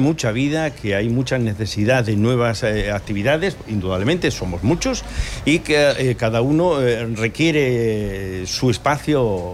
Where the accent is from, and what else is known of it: Spain